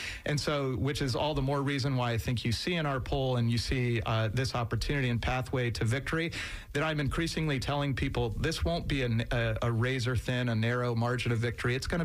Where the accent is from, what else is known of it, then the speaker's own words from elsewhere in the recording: Florida, United States; Third generation Floridian family moved to Bradenton in the early 1950s. I grew up in Sarasota and Manatee counties. Family had a citrus business